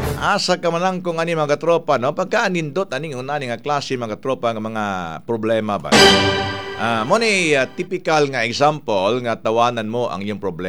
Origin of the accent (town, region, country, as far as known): Davao City, Davao Region, Philippines